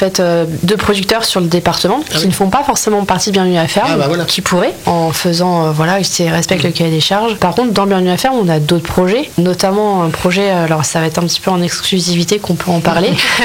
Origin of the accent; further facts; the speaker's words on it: Châteauneuf-Val-de-Bargis, France; Et j'ai été j'ai grandi à la campagne, j'ai grandi à Châteauneuf-Val-de-Bergis notamment.